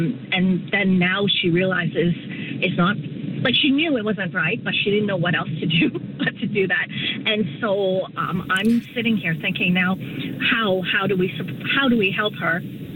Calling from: York Region, Ontario, Canada; I'm calling from the York region, there's nothing.

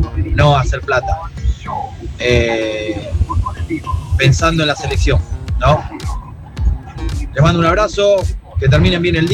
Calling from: Ituzaingó, Buenos Aires Province, Argentina; de Ituzaingó.

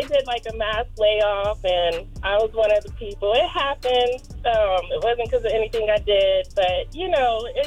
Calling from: Powder Springs, Georgia, United States; I'm calling from Powder Springs.

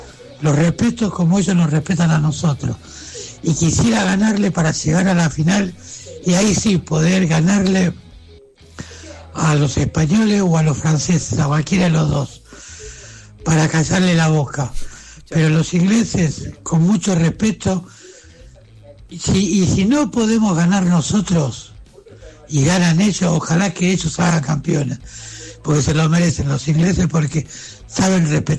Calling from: Wilde, Buenos Aires Province, Argentina; de Wilde.

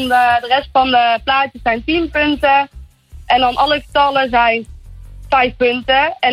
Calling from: Waalwijk, North Brabant, Netherlands; Ik kom uit Brabant

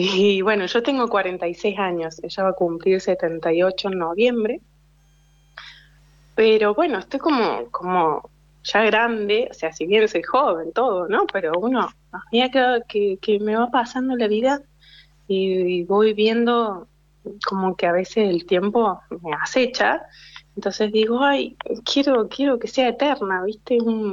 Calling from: Córdoba, Argentina; Estoy como a 8 horas de donde estás vos. Vivo en Córdoba y soy mamá de 3 nenas.

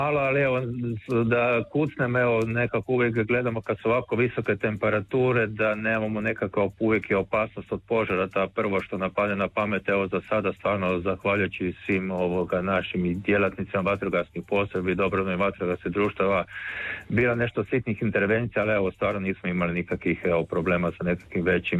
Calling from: Mali Lošinj, Primorje-Gorski Kotar County, Croatia; vama i svim slušateljima Radio Rijeke sa otoka Lošinja, otoka Vitalnosti.

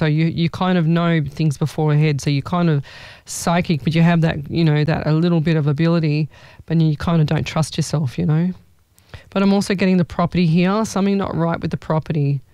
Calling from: Sydney, New South Wales, Australia; Hey, how are you, beautiful? I'm from Sydney.

